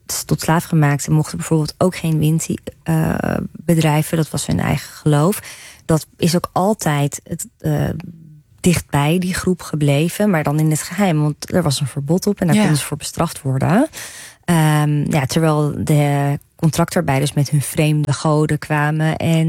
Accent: Netherlands

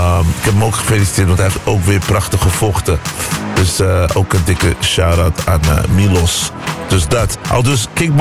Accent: Aruba; Je weet, ik ben een island boy. Ik kom van Aruba, maar het is ABC for life. Het is Aruba, Bonaire, Curaçao for life. Mijn Caribbean broeders.

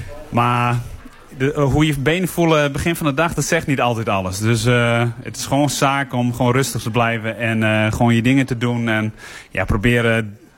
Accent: Friesland, Netherlands; Dat is voor mij als schaatser, als marathonschaatser, als Fries zijnde is dat... de ultieme droom, ja.

